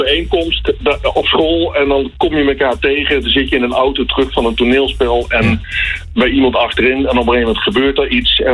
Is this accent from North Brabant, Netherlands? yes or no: no; Limburg, Netherlands; ik kom zelf uit Limburg. Dus ligt dicht bij Horst Amerika.